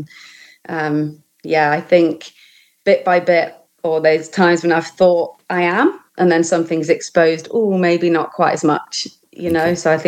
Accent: Nottingham, East Midlands, United Kingdom; also born or lived in Cornwall; now in Dunbar, United Kingdom; I'm from about the middle, Nottingham.

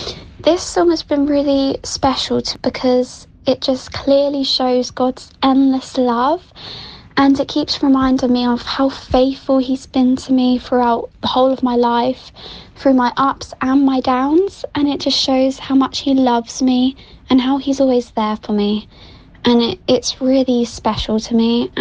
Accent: Paulsgrove, South East England, United Kingdom; I'm from Paul's Grove.

